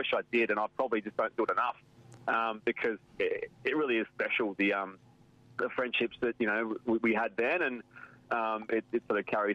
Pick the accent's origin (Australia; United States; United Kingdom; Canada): Australia; Bibra Lake, Western Australia; this is a far cry from, you know, growing up in Bibra Lake